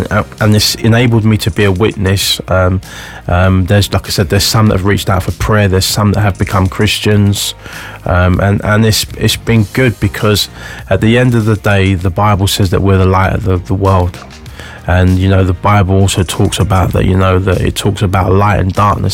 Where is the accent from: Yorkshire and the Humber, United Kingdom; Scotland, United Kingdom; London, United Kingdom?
London, United Kingdom; I don't do north. I'm a Londoner.